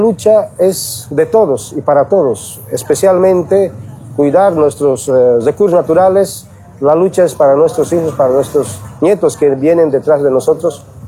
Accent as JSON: {"language": "Spanish", "country": "Bolivia", "said": "pero por lo cual nosotros como pueblo boliviano estamos atentos las 24 horas"}